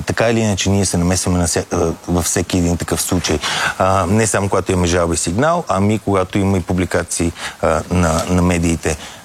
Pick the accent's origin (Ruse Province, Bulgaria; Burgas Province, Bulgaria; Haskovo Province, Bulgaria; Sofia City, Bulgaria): Sofia City, Bulgaria; Sofia